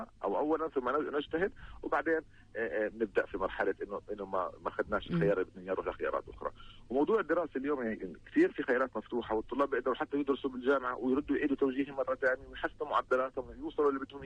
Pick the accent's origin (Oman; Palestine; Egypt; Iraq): Palestine; احنا يعني كفلسطينيين